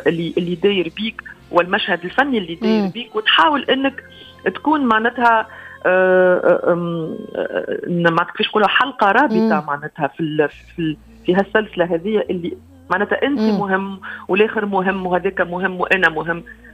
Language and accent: Arabic; Tunisia; moved away; also born or lived in France; أنا كنت موجودة معناها سنوات في خارج تونس بفرنسا تحديدا وبعض البلدان الأخرى كذلك